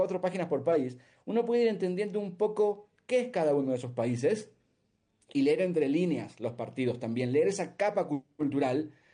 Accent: Argentina; moved away; Creo que Argentina, yo cuando me fui de Argentina hace 8 años, extrañé mucho, pero lo primero que sentí es una ligereza de no tener que transitar cotidianamente la gravedad con la que ellos viven los acontecimientos.

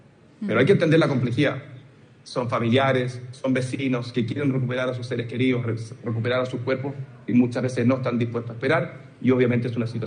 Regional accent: Chile; ya que soy chileno

